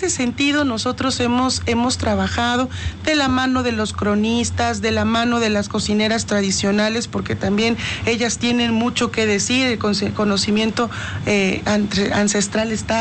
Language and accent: Spanish; Mexico; nos caracteriza como mexicanos